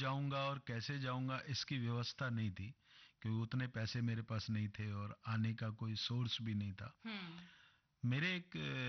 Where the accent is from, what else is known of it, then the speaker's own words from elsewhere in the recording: Haryana, India; रहता था पलवल के पास, मेरा गांव है।